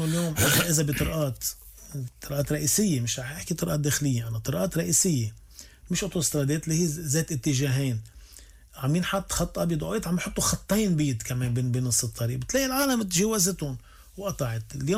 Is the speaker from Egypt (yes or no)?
no; Syria; بس أنه اليوم أنا سوري يعني